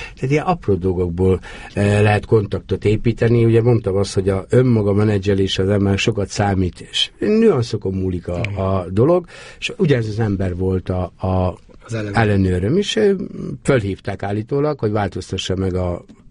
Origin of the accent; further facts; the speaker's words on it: Hungary; Büszke mindig is arra voltam, a magyarként odaérhettem.